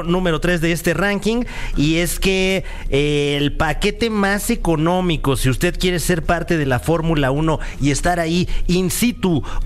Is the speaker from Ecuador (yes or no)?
no; Mexico; las que nos interesan como mexicanos es lo que se va a celebrar del 30 de octubre al 1 de noviembre aquí en nuestro país.